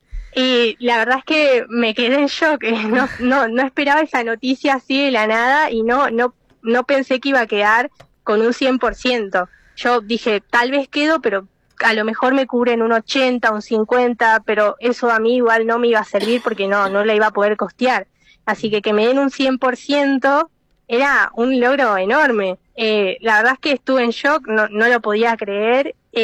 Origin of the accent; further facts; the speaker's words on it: El Bolsón, Río Negro, Argentina; muchos chicos de Bolsón, o al menos cuando yo estaba en el secundario, no llegaban mucho a estas oportunidades de becas de Buenos Aires o de afuera